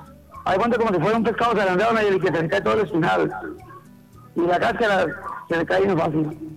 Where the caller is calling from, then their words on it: Chihuahua, Mexico; Yo soy del estado de Chihuahua.